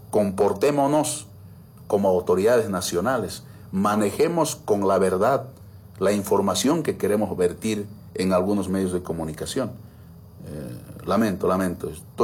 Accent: Chimoré, Cochabamba, Bolivia; born there; also born or lived in Independencia, Cochabamba, Bolivia; Saludo a esa tierra que desde mis 9 años me tiene. Me abandoné a mi tierra natal, Independencia, a mis 9 años, a mi padre, a mi madre, por cuestiones de la pobreza, de la necesidad, y Chimoré me acogió.

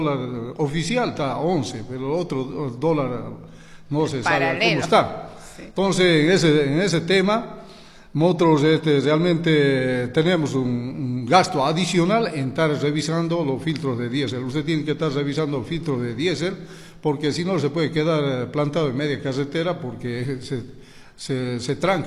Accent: Tarija, Bolivia; Yo, que soy chapaco de pura cepa, vivo en Tarija, nací en Tarija, nací en el barrio de La Loma, me crié en La Loma.

